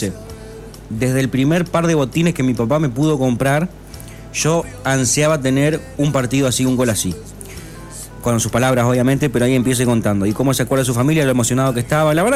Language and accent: Spanish; Argentina; cómo somos los argentinos